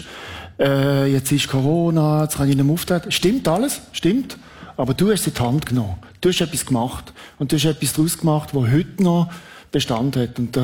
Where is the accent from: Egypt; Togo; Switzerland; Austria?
Switzerland; Und als Schweizer habe ich gefunden, ich bin mir das nicht gewohnt gewesen.